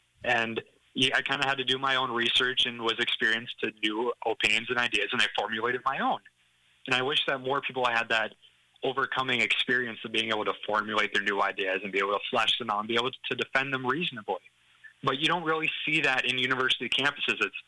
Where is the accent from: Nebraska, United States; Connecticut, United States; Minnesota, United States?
Minnesota, United States; Yeah, I live right now, and I grew up about 30 minutes south of the Twin Cities. So Minneapolis is kind of my second home away from home.